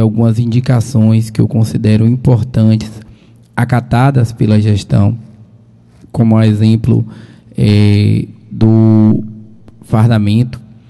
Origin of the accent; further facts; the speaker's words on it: Northeast Region, Brazil